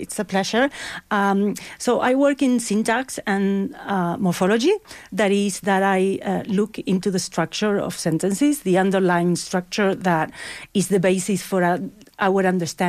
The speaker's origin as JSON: {"language": "English", "region": "Buenos Aires", "country": "Argentina", "also_born_or_lived": "Patagonia, Argentina / United States", "moved": "as an adult", "lives_now": "Toronto, Canada", "said": "I'm from Buenos Aires, Argentina, and I studied there an undergraduate."}